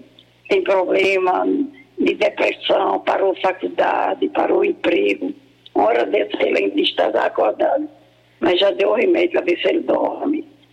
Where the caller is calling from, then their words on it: Recife, Pernambuco, Brazil; eu sou daqui de Recife